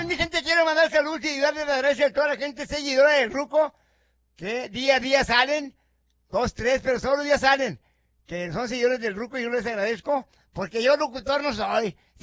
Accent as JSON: {"language": "Spanish", "town": "Piedras Negras", "region": "Coahuila", "country": "Mexico", "said": "Me preguntan si soy de rancho, no, tampoco. Soy del pueblo de Piedras Negras."}